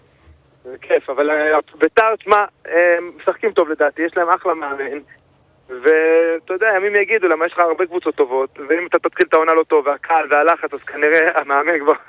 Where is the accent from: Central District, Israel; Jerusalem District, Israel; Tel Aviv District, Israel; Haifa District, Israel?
Jerusalem District, Israel; Jerusalem; גדלתי בירושלים